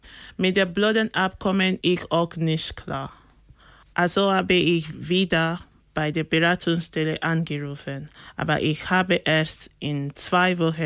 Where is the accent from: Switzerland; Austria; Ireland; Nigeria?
Nigeria; Benin City, Edo; German is a second language; moved away as an adult; now in Germany; Ich komme aus Nigeria, aus Benin City. Das liegt in Edo State. 2015 bin ich nach Deutschland gekommen.